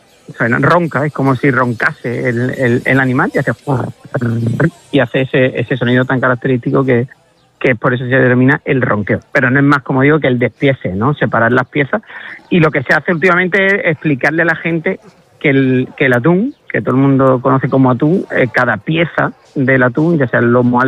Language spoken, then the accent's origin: Spanish; Huelva, Andalusia, Spain